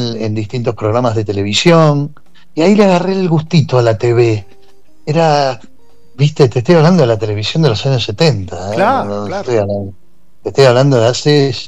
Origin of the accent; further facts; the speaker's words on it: Banfield, Buenos Aires Province, Argentina; Yo me crié en ese Banfield, que es todo de banda de amigos, y toda la banda de ahí de Banfield.